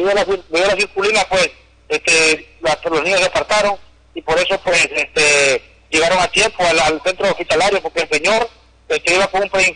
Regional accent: Honduras; somos hondureños y sentimos el fervor patriótico

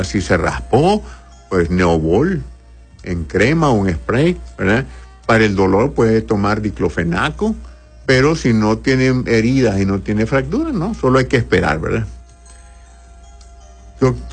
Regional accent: Honduras; born there; no soy ruso. Yo nací en Honduras, soy hondureño.

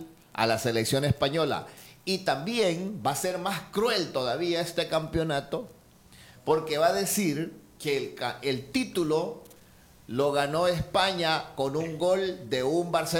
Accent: Honduras; Todos los hondureños estamos alegres.

